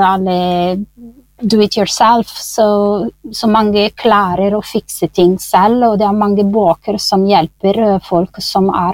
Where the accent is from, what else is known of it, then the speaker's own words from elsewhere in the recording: Italy; Norwegian is a second language; now in Norway; Jeg begynte sånn når jeg kommer fra Italia så jeg begynte sånn med mine venninner og så beholdet den tradisjonen her med mine nye venninner her I Norge